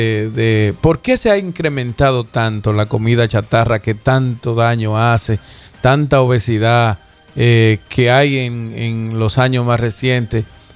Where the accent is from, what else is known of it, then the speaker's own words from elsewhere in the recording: Dominican Republic; la República Dominicana, que es nuestro país, doctor. Como dominicanos que somos